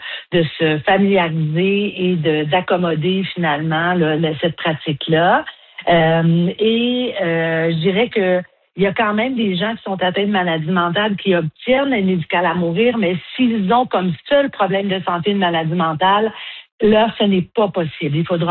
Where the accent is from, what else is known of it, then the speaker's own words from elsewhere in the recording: Quebec, Canada; chez nous, au Québec